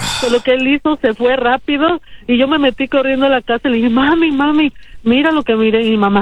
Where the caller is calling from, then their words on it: Mexico; hace como 30 años yo soy de la Ciudad de México, del estado de Puebla.